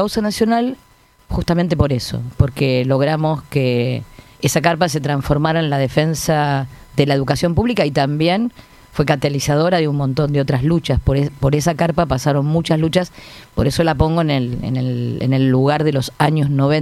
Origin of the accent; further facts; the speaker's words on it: Castelar, Buenos Aires Province, Argentina; born there; now in La Matanza, Argentina; Soy de La Matanza, vivo en el partido de La Matanza, nací acá en Castelar